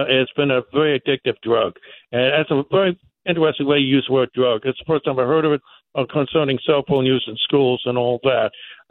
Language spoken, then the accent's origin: English; Washington, District of Columbia, United States; I'm from Washington, D.C. I'm a product of the public school system.